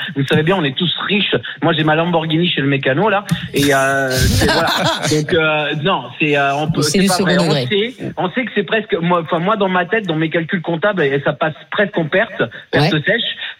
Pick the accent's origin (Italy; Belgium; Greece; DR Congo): Italy; French is a second language; now in France; Moi, je suis italien, vous l'avez dit. Donc, moi, j'ai été élevé dans la culture où on paye son couvert.